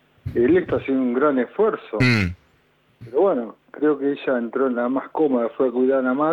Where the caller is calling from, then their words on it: Tandil, Buenos Aires Province, Argentina; Desde Tandil.